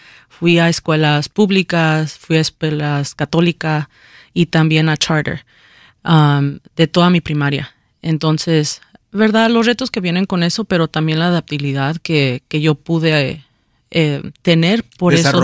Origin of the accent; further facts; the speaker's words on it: Chicago, Illinois, United States; porque nací en Back of the Yards, nací enfrente de, y viví enfrente de San José.